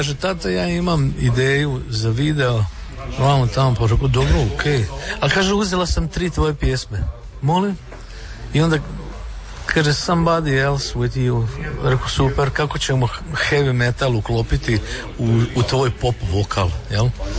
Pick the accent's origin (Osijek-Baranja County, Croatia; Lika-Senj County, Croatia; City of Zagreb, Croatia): Osijek-Baranja County, Croatia; Osijek; Ali dobro, Slavonija u stvari, on je rodom iz ove Gradiške, mi smo iz Osijeka